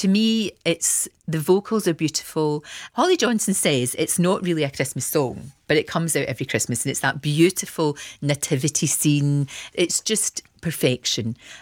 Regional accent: Glasgow, Scotland, United Kingdom; accent: Glasgow; Yeah, and that was BBC Scotland, because I've got a Glasgow accent.

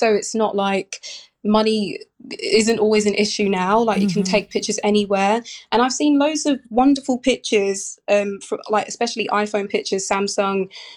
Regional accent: Southend-on-Sea, East of England, United Kingdom; I grew up in Essex, Southend-on-Sea.

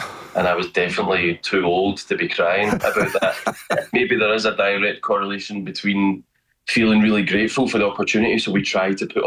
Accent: Glasgow, Scotland, United Kingdom; we are from Glasgow

